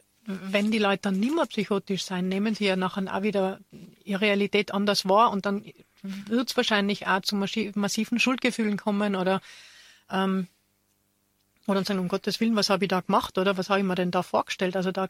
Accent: Tyrol, Austria; das gibt es relativ groß im Osten von Österreich, das gibt es bei uns in Tirol im Landeskrankenhaus in Haller Station.

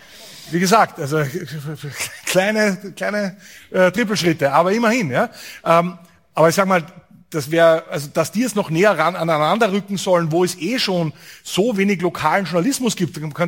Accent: Upper Austria, Austria; now in Innsbruck, Austria; Ich bin aufgewachsen in Oberösterreich

